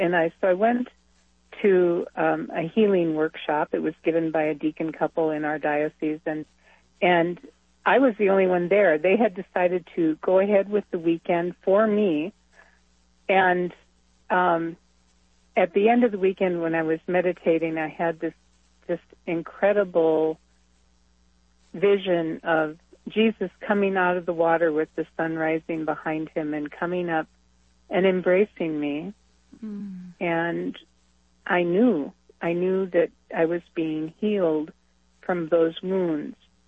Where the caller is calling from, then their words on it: North Dakota, United States; I'm a Benedictine sister from North Dakota, but I'm traveling on my way to see family